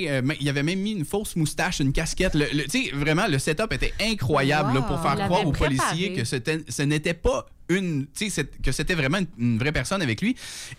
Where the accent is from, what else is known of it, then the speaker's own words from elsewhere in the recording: Quebec, Canada; Je suis de la Rive-Sud, oui. Faut que je le mentionne. Moi, j'habite à Lévis.